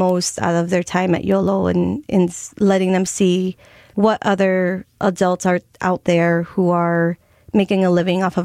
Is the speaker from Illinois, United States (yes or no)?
yes; Chicago, Illinois, United States; I grew up in La Villita on 26th and Colon, right by the plaza.